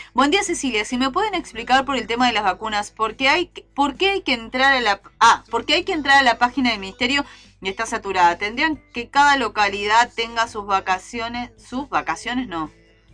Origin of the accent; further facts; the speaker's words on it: Pando, Canelones, Uruguay; Yo soy de Pando